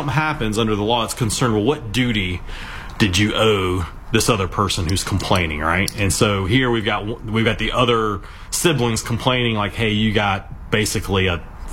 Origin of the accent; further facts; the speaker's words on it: North Carolina, United States; No, I was just going to say, I grew up in North Carolina. I was a Hornets fan.